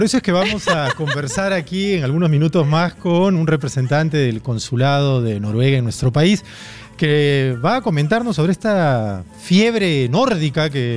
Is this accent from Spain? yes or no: no; Peru